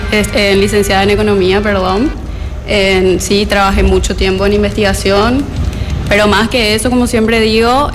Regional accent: Luque, Central, Paraguay; soy luqueña de corazón y luqueña de nacimiento. Nací y crecí en Luque. Toda mi vida crecí en Luque, viví en Luque.

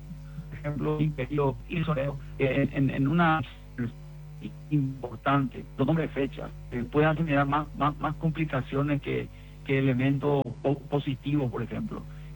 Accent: Paraguay; eso es lo que me une a mí en mi sangre como tradición, como paraguayo

